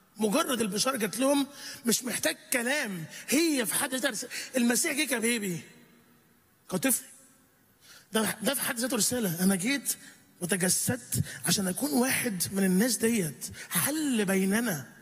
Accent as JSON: {"language": "Arabic", "country": "Egypt", "said": "حاسس دول عندنا في مصر هم دول بس اللي موجودين."}